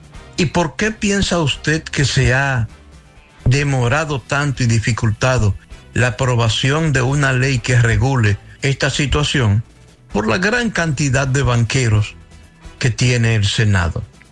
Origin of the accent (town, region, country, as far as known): Dominican Republic